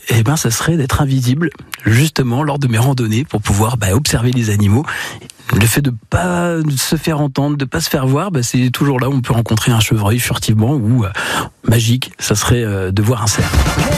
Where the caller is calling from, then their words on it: Grand Est, France; Je sais que je suis champenois, mais parce que j'habite à Germaine et que tous les jours je passe dans la forêt pour rejoindre Reims.